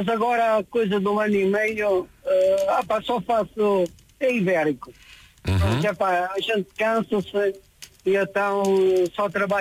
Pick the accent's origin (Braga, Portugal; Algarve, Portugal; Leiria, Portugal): Leiria, Portugal; Ortigosa; eu disse, pô, senhora, Ortigosa é a minha terra, pá.